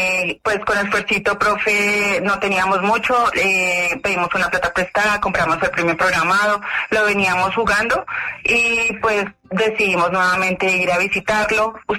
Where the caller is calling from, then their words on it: Maceo, Antioquia, Colombia; Lo llamo acá desde Maceo, Antioquia.